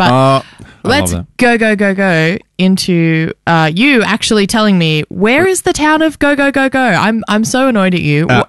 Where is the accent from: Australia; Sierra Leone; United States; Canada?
Australia; Does it just sound like that because we're Australian?